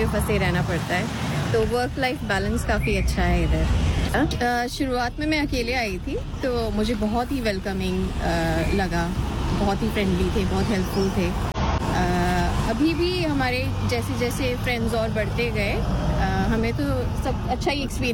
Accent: Delhi, India; now in Shepparton, Australia; मैं ओरिजिनली दिल्ली से हूँ बट मैं यहाँ पे शेपर्टन में 11 साल से रह रही हूँ।

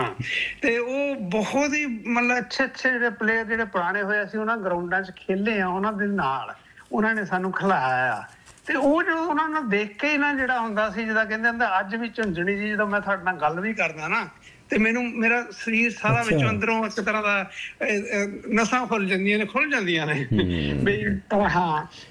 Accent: Jalandhar, Punjab, India; ਪਹਿਲੀ ਵਾਰੀ ਮੈਂ ਓਬਵੀਅਸਲੀ ਜਲੰਧਰ ਤੋਂ ਆ, ਪੰਜਾਬ ਸਾਡਾ ਪਿੰਡ ਆ ਸੰਸਾਰਪੁਰ ਦੇ ਨਾਲ ਹੀ, ਤੇ ਸਾਡੇ ਤਾਂ ਜਿੱਦਾਂ ਕਹਿੰਦੇ ਹੁੰਦੇ ਨਾ ਖੂਨ ਦੇ ਵਿੱਚ ਹੀ ਆ ਹਾਕੀ।

